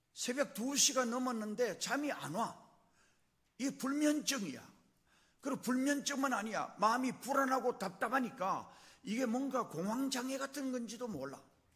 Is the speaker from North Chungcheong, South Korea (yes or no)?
yes; North Chungcheong, South Korea; moved away; also born or lived in Pohang; 제 고향은 또 바로 여기 대소면 송동이 제 고향이에요. 포항에서 안수를 받고 포항서 목회하고 포항서 작년 연말에 은퇴하고